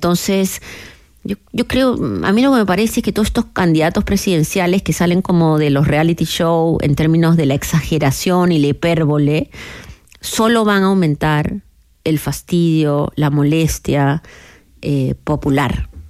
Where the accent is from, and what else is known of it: Chile